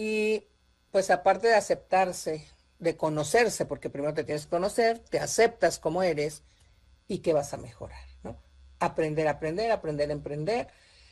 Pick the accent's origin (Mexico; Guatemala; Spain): Mexico; Los mexicanos somos excelentes para atender al turismo.